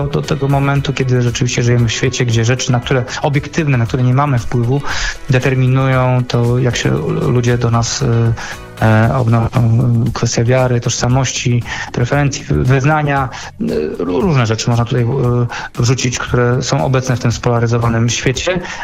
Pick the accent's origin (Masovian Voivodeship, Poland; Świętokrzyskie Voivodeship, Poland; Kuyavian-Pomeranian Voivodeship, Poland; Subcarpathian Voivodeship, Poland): Masovian Voivodeship, Poland; Warsaw; Ja się wychowywałem na Dalekiej Woli w latach 80. w Warszawie